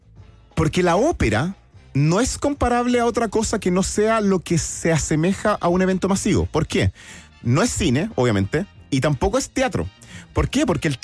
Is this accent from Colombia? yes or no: no; Chile